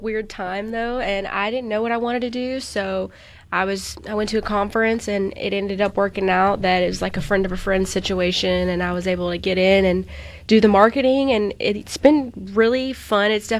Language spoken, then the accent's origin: English; Crystal Springs, Mississippi, United States; I grew up in Crystal Springs, actually. So, you know, right over yonder, but I claim Jackson for the most part.